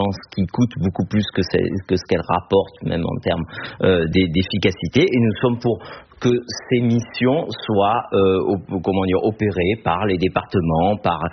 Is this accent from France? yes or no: yes; Provence-Alpes-Côte d'Azur, France; chez nous en Provence-Alpes-Côte d'Azur